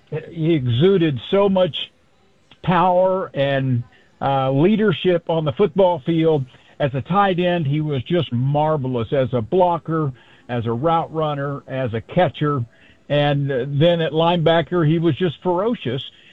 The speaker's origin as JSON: {"language": "English", "town": "Norman", "region": "Oklahoma", "country": "United States", "tie": "born or raised there", "said": "growing up in Norman as a younger fan, I was 11, 12, 13"}